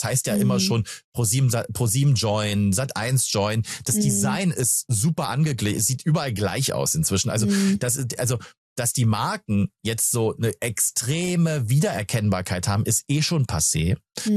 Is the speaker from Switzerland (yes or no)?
no; France; Ich habe eine französische Vorname. Bei uns in Frankreich sagt man